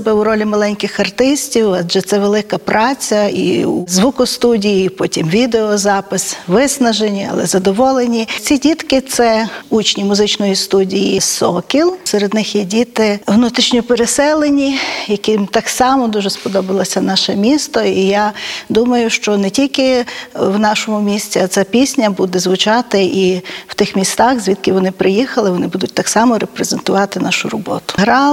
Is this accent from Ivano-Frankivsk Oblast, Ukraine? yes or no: yes; Kolomyia, Ivano-Frankivsk Oblast, Ukraine; наше рідне місто, продовжувати пісенну культуру нашого міста, адже я думаю, що цю пісню мав би знати кожен коломиянин